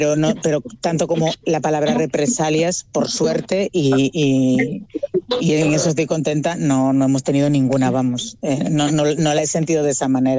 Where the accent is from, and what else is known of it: Galicia, Spain